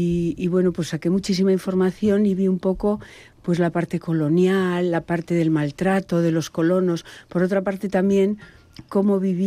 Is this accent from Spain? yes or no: yes; Aragon, Spain; moved away as an adult; now in Sant Cugat, Spain; Bueno, yo soy una aragonesa afincada en San Cugat desde hace 35 años y he vivido aquí con mis tres hijos menores